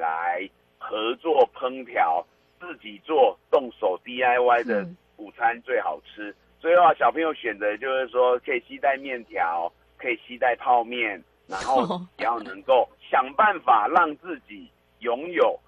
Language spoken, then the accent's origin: Chinese; Taiwan; 然后再加上现在手摇饮其实是每一个小朋友都很喜欢，这也是我们台湾人的日常啊。